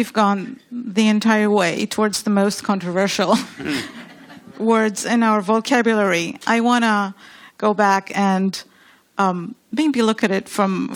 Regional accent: Israel; moved away; growing up in Israel.

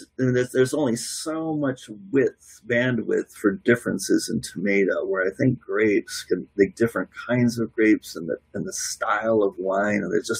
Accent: Minnesota, United States; moved away; Where I'm from, Minnesota, it's just like, you know, Arctic.

